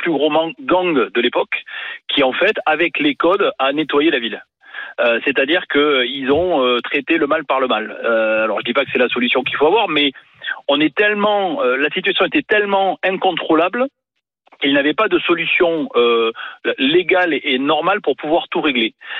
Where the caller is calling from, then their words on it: Bordeaux, Nouvelle-Aquitaine, France; Moi, j'habite à Bordeaux